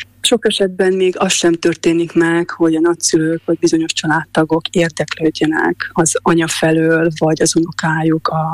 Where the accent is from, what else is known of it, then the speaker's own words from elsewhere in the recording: Trnava Region, Slovakia; now in London, United Kingdom; mint otthon Csallóközben.